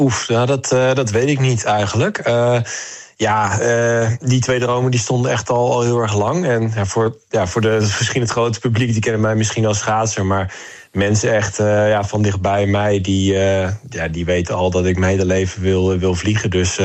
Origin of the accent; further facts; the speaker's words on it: Deventer, Overijssel, Netherlands; En ik kom uit Deventer.